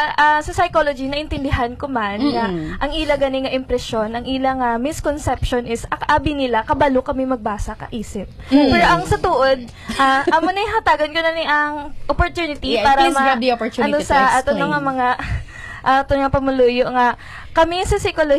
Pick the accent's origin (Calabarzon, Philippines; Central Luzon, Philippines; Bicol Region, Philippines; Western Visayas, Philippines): Western Visayas, Philippines; now in Iloilo, Philippines; Ah, originally po ako ay taga Aklan, isa ako ka Aklan.